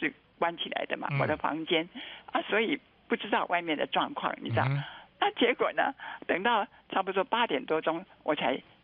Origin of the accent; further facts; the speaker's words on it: Taiwan; 我们台湾人真的是很善良